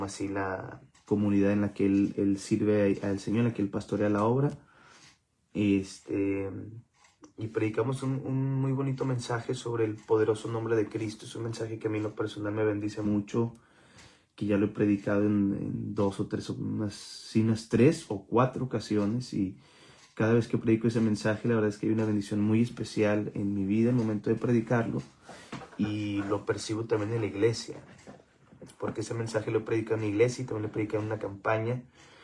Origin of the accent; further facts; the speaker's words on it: Mexico; porque pues somos de México